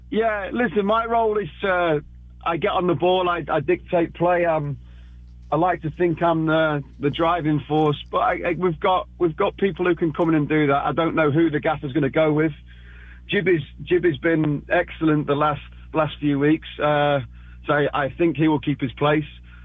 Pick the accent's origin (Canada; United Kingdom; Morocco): United Kingdom; England; moved away as an adult; now in United States; that's something that we're not used to in England.